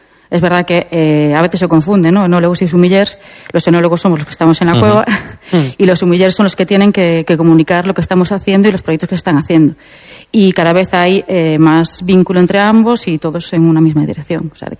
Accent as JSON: {"language": "Spanish", "town": "Vilagarcía de Arousa", "region": "Galicia", "country": "Spain"}